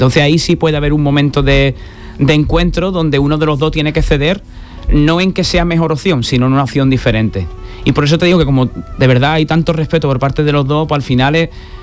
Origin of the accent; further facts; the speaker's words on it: Cádiz, Andalusia, Spain; Bueno, pues como somos de Cádiz los dos y como en Cádiz hay mucha alegría, pues vamos a tocar un poquito por alegría.